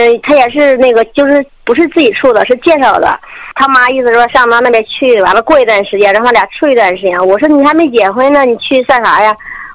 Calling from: Anhui, China; 我因为我家是安徽的

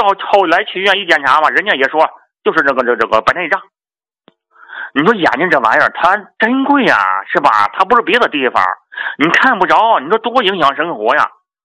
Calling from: Jinghai, Tianjin, China; 哎呀，王老师，没事儿，我天津静海的。

